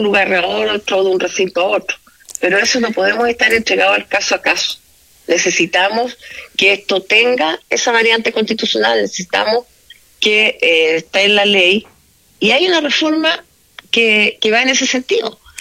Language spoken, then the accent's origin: Spanish; Chile; Porque aquí lo que nosotros, como chilenos, esperamos